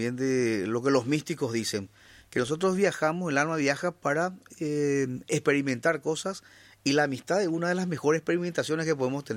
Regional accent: Paraguay; los paraguayos siempre tenemos que decir modestia aparte.

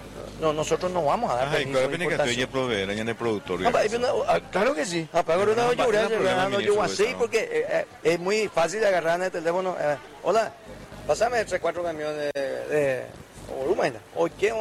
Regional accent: San Pedro, Paraguay; yo que provengo del departamento de San Pedro, hay muchos productores que ya le ven negocio a eso.

